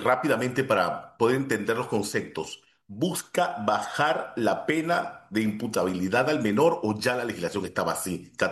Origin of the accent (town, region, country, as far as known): Panama